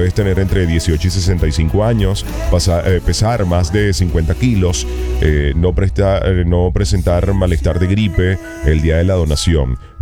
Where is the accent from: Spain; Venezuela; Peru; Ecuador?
Venezuela; como buenos venezolanos que somos